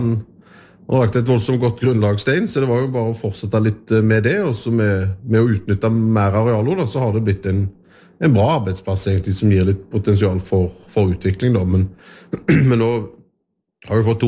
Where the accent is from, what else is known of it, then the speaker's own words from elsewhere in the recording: Western Norway, Norway; som vestlending og ute på Haugalandet